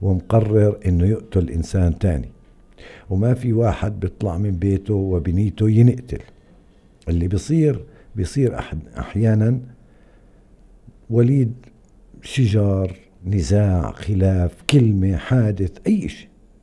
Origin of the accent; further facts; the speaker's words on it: Hebron, Hebron Governorate, Palestine; صباح الخير لكل أهل الخليل، مدينة وجبل اللي دايما بنعتز بكوننا جزءا منهم